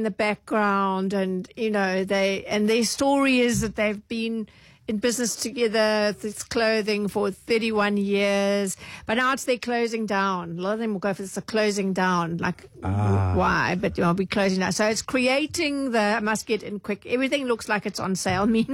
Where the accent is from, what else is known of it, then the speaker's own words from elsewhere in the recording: Durban, KwaZulu-Natal, South Africa; My hometown of the Bluff. And I'm like, I'm from Durban. We don't really refer to my hometown, the Bluff.